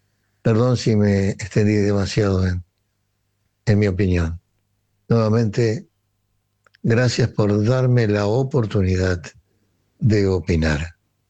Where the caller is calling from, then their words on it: Buenos Aires, Argentina; de Capital, barrio de Montserrat.